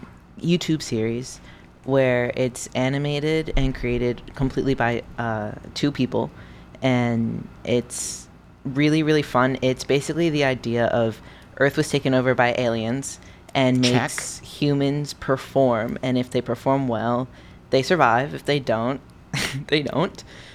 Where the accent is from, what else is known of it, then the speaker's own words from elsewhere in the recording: Rochester, New York, United States; moved away as an adult; now in Virginia, United States; I'm older now in Virginia compared to like growing up in Rochester